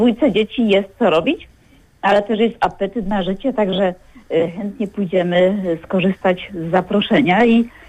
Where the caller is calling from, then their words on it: Leszno, Greater Poland Voivodeship, Poland; Ja jestem z Leszna